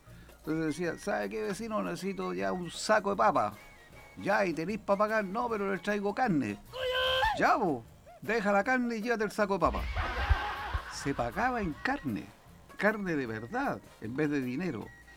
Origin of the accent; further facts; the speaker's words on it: Chile; En el doble sentido coloquial y pícaro que nos caracteriza como chilenos...